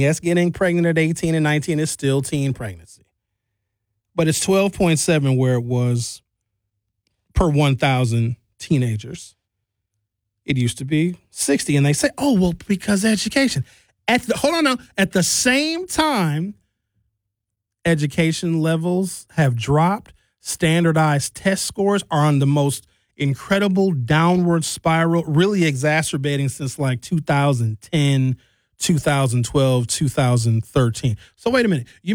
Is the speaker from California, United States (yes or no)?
no; Brown Deer, Wisconsin, United States; They were a part of my developmental environment growing up in Brown Deer in the 1980s.